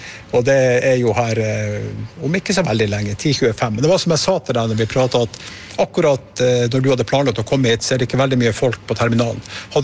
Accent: Northern Norway, Norway; men jeg er jo født og oppvokst i Nord-Norge da.

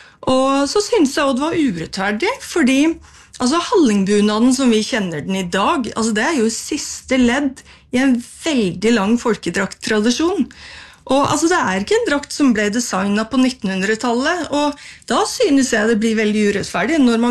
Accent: Geilo, Buskerud, Norway; med de bunadene som kommer fra hjemstedet mitt.

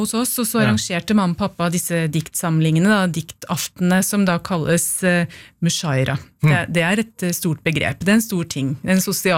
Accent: Oslo, Norway; første året på barneskolen, da jeg gikk på Ellingsråsen.

